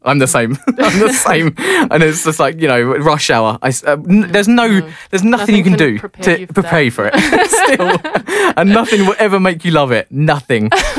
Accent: New Zealand; now in London, United Kingdom; It was New Zealand, and I was straight away out to you, wasn't I? I was like, hang on a minute, where are you from? New Zealand, and we just realised we lived round the corner.

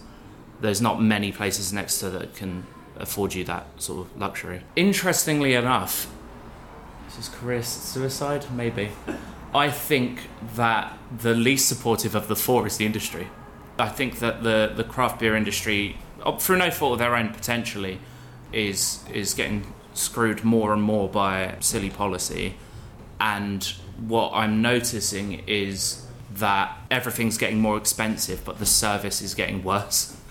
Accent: Dagenham, London, United Kingdom; born there; now in Exeter, United Kingdom; I grew up drinking in Dagenham

